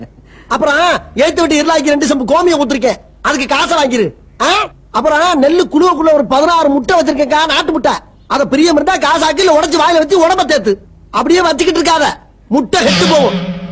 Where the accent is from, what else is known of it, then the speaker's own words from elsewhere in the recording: Kanadukathan, Tamil Nadu, India; காரைக்குடி பக்கத்துல காணாடு காத்தா.